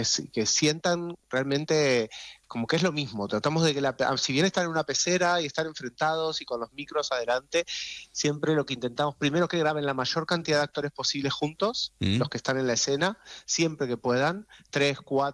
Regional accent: Argentina; accent: Argentine

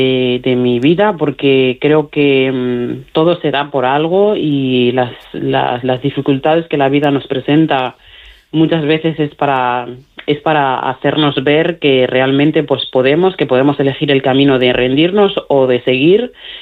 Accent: Mali; Spanish is a second language; moved away; hablo mejor el castellano y el gallego que mi propio dialecto. Y la suerte que tengo es que tengo una pareja maravillosa que también es de Mali y estamos volviendo a retomar el dialecto.

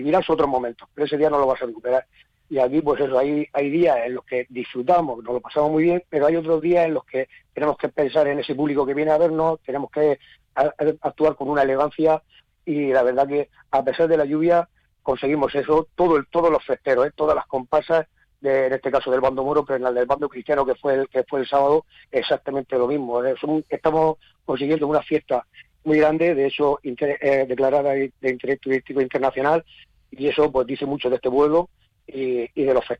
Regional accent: Abanilla, Region of Murcia, Spain; en mi pueblo natal, en Abanilla

